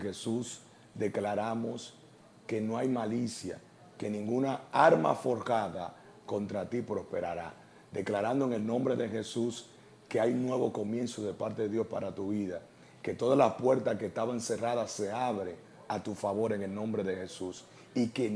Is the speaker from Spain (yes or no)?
no; Sabana Perdida, Santo Domingo, Dominican Republic; now in San Isidro, Dominican Republic; yo me crié en Sabana Perdida, aunque vivo ahora en San Isidro